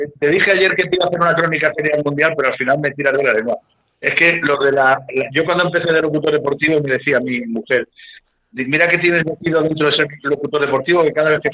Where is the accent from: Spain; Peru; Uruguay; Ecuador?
Spain; como lo somos todos los españoles